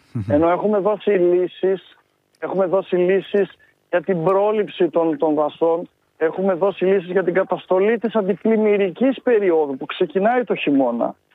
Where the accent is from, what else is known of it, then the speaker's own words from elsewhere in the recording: Thessaloniki, Central Macedonia, Greece; εγώ είμαι από Θεσσαλονίκη και ήρθα και στην έδρα μας στην Αθήνα